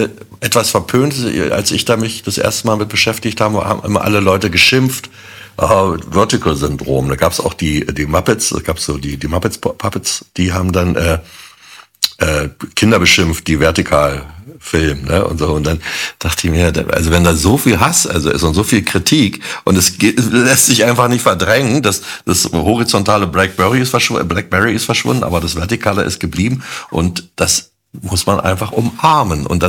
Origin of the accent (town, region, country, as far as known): Berlin, Germany